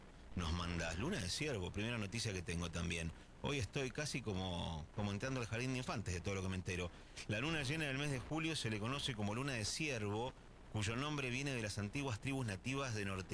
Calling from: Monte Caseros, Corrientes, Argentina; de Monte Caseros, Corrientes.

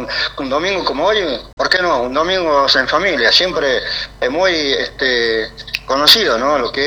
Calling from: Embarcación, Salta, Argentina; ahora en este momento estoy acá en embarcación.

